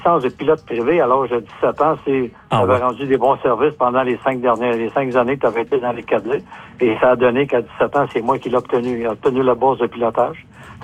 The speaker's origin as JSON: {"language": "French", "town": "Mont-Joli", "region": "Quebec", "country": "Canada", "tie": "born or raised there", "said": "Moi, j'ai déménagé de Québec à l'âge de 8 ans. On vient de Saint-Albert-le-Grand, nous, dans le bas de la ville. Et à l'âge de 8 ans, on est déménagé à Mont-Joli, puis on est resté là tout ce temps-là."}